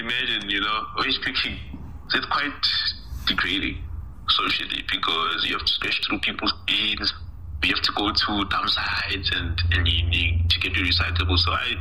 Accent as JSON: {"language": "English", "town": "Johannesburg", "region": "Gauteng", "country": "South Africa", "tie": "born or raised there", "said": "growing up in the township. I'll tell you this, growing up in Soweto back then"}